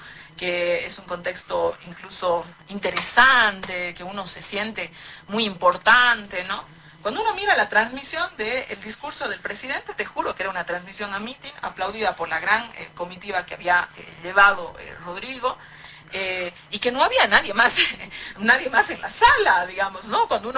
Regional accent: Bolivia

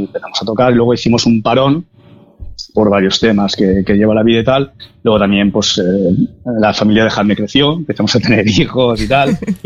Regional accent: Xàtiva, Valencian Community, Spain; somos de Jatío

